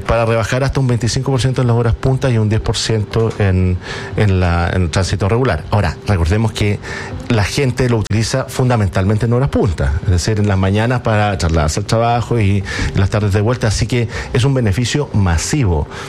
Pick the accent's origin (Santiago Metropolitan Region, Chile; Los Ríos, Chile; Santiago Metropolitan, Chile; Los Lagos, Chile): Los Ríos, Chile; Paillaco; Yo soy de Payaco, recuerda usted.